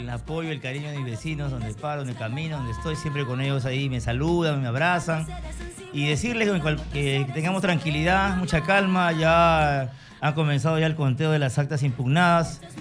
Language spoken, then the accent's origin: Spanish; Lima, Peru; soy el hijo de Pamplona, luego me hicieron el hijo de San Juan. Yo vivo en la parte más populosa de San Juan de Miraflores, que es Pamplona Alta. Ya, y es donde, bueno, toda mi vida he crecido, he vivido ahí. Y San Juan de Miraflores, mi distrito